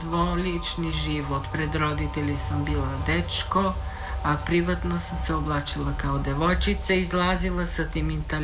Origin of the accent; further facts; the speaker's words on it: Pirot, Southern and Eastern Serbia, Serbia; rodom sam iz Pirota.